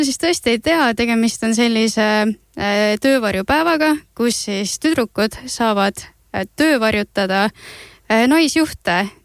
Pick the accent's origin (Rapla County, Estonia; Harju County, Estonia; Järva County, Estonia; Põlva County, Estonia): Põlva County, Estonia; olen isegi Põlvamaalt pärit ja teeb ka ennast nii-öelda väiksest kohast tulles murelikuks see, kuidas kõik liigub ikkagi Tallinna suunas.